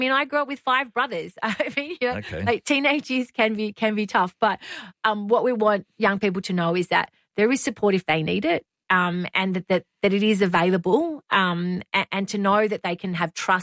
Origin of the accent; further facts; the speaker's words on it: Wyong, New South Wales, Australia; my hometown of Wyong